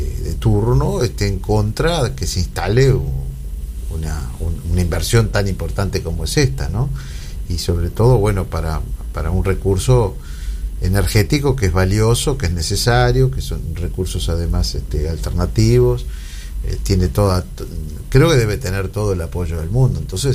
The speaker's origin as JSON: {"language": "Spanish", "country": "Uruguay"}